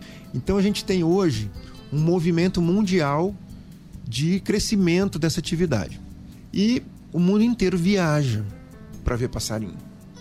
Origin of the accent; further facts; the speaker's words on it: Vitória, Espírito Santo, Brazil; now in Venda Nova do Imigrante, Brazil; O mais de fora sou eu, que sou de Vitória. Né? Mas moro aqui em Venda Nova, tenho a alegria de morar aqui em Venda Nova, cidade maravilhosa que acolheu a gente.